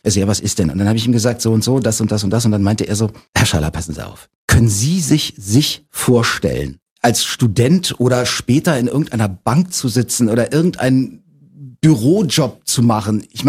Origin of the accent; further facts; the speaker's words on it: Berlin, Germany; dass ich in diesem elften Stock, wo ich groß geworden bin, in diesem Hochhaus.